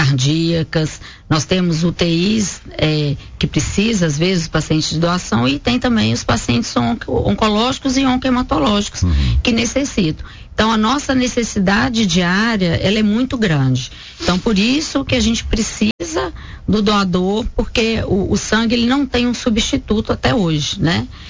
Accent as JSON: {"language": "Portuguese", "town": "Coronel Fabriciano", "region": "Minas Gerais", "country": "Brazil", "tie": "born there", "also_born_or_lived": "Juiz de Fora", "moved": "as an adult", "said": "Eu sou de Fabriciano, né? Nasci aqui, meus pais moram aqui."}